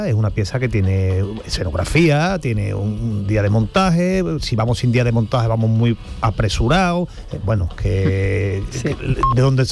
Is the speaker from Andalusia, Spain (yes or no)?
yes; Seville, Andalusia, Spain; yo soy muy sevillano